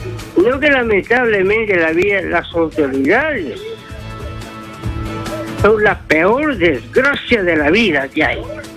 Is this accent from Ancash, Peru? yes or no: no; Loya Grande, Amazonas, Peru; Yo soy de Amazonas, doctor. Yo vivo en un sitio muy lejano de Amazonas. Un sitio que se llama Loya Grande. De Loya Grande a 2 horas todavía caminando. Soy agricultor.